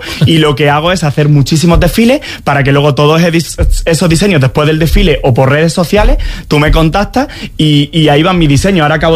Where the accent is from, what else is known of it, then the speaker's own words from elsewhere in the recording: Córdoba, Andalusia, Spain; voy a inspirarme en una colección en Córdoba. Quiero llevar mi tierra por bandera, Julio Romero de Torres, la Amapola, Ola, de mi Valle de los Pedroches, los patios de Córdoba